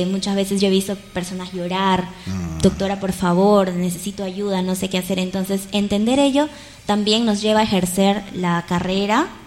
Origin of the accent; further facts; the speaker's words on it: Rioja, San Martín, Peru; born there; moved away as an adult; also born or lived in Trujillo; now in Lamas, Peru; yo nací en la ciudad de Rioja.